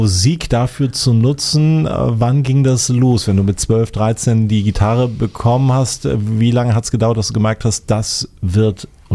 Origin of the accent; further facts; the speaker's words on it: Kiel, Schleswig-Holstein, Germany; Ich bin ja auch Nordlicht, ich komme aus Kiel.